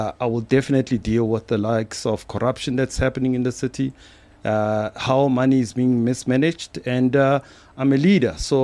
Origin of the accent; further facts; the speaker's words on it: South Africa; I am from Kokasi, Komakhaeng, Kodi informal settlement, Sikepetseda, and I know the issues there very well.